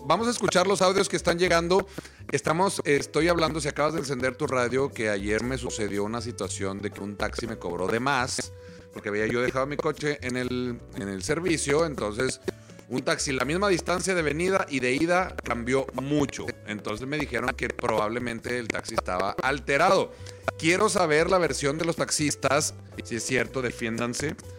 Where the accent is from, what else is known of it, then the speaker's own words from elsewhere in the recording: Mexico; también soy mexicano